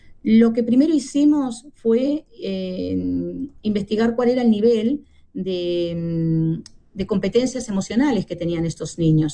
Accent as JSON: {"language": "Spanish", "region": "Montevideo", "country": "Uruguay", "tie": "born or raised there", "moved": "as an adult", "lives_now": "Spain", "said": "la escuela 178 del barrio Borro, que fue un lugar donde yo nací."}